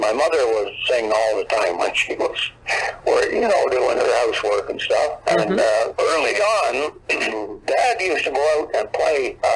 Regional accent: Brockville, Ontario, Canada; born there; I was born in Brockville, Ontario, just 50 miles east of where you folks are.

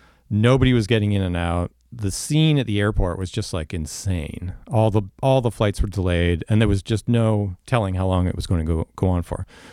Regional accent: Canada; That was all driving because it's Canada and we're Canadian.

